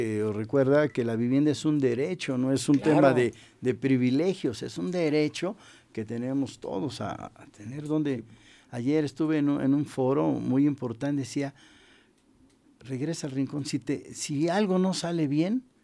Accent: Puebla, Mexico; como mexicanos, como poblanos

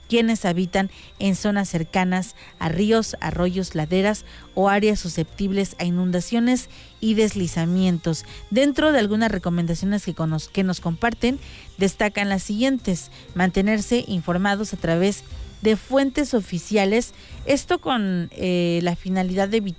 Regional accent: Mexico; Creo que es esa música que nos inspira siempre como mexicanos a sentirnos orgullosos de lo que se vive en las comunidades.

